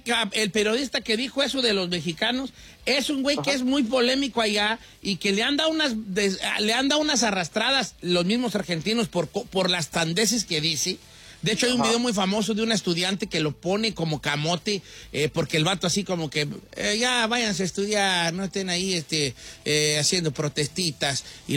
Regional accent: Mexico; Pero somos mexicanos, nosotros, ¿vale?

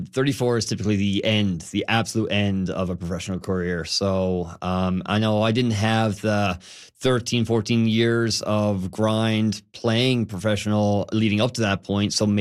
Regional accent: Labrador City, Newfoundland and Labrador, Canada; born there; also born or lived in Corner Brook; So we moved around a little bit. I was born in Lab City.

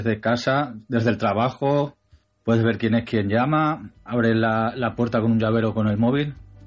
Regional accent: Valencia, Valencian Community, Spain; de Valencia … Pues yo, donde vivía con mis padres, no había videoportero.

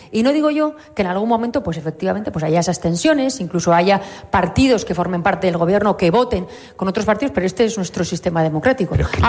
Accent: Navarre, Spain; Aprovecho a decir, mira, los navarros somos plurales, diversos, navarros que se sienten vascos, navarros que se sienten del mundo, navarros que se sienten solo navarros que se sienten navarros y españoles.

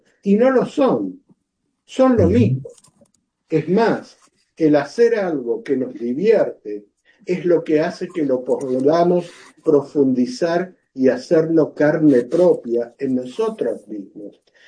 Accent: Argentina; Y yo soy originario de Argentina.

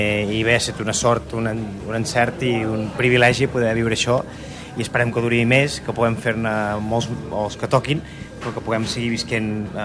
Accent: Banyoles, Catalonia, Spain; moved away as an adult; now in Barcelona, Spain; som amics de Banyoles des dels dos anys, anàvem a la guarderia junts

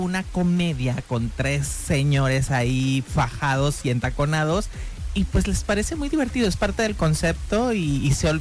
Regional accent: Mexico

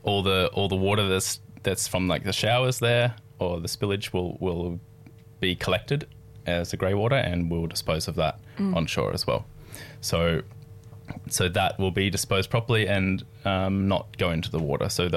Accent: Piggabeen, New South Wales, Australia; I'm from Piggabeen, which is like on the border. I grew up around there

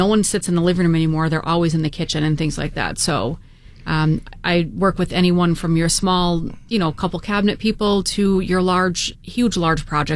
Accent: Michigan, United States; moved away; originally I'm from the Midwest, grew up in Michigan. I've been in New England for about 20 years now

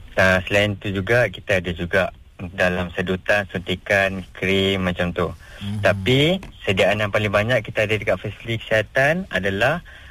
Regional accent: Selangor, Malaysia; moved away as an adult; now in Kudat, Malaysia; Saya asal daripada Selangor tapi ditugaskan ke Kudat, Sabah lah.

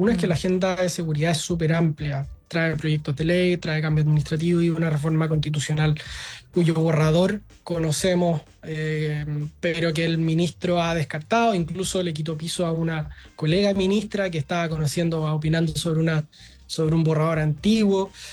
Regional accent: Chile

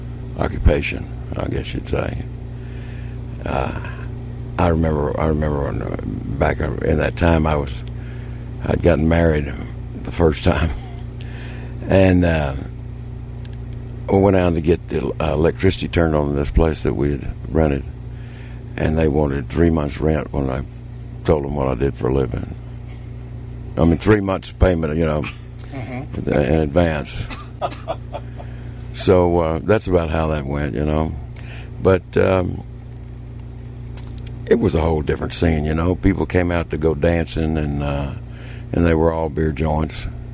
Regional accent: Texas, United States; Well, the music scene when I was growing up, that would be in the 50s, mid-late 50s.

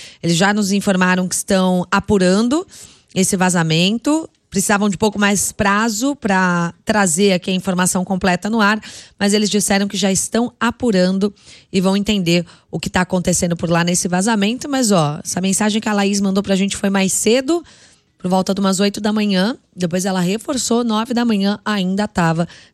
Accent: São Paulo, Brazil; Sou do Campo Limpo

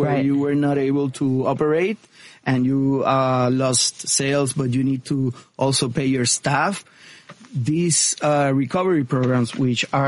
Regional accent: Puerto Rico; also born or lived in United States; Well, I was born in Puerto Rico and born and raised, went to school here in the States and returned to the island.

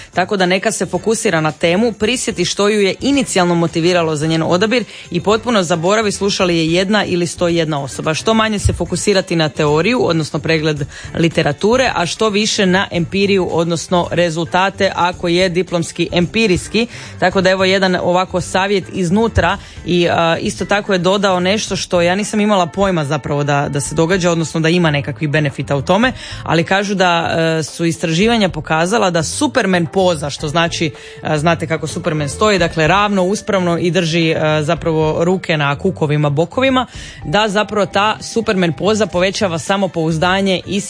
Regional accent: Croatia; Ali nisam ni sumnjala da ćemo mi kao Hrvati krenuti u tom smjeru

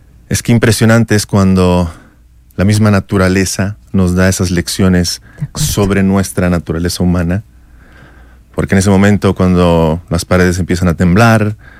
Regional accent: Bolivia

